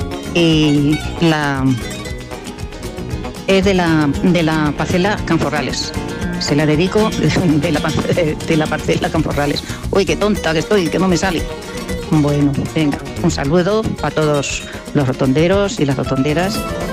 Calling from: Villarrobledo, Castilla-La Mancha, Spain; de Villarrobledo.

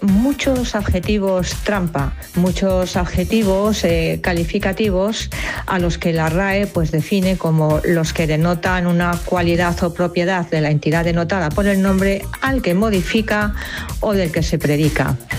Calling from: Madrid, Community of Madrid, Spain; de Madrid.

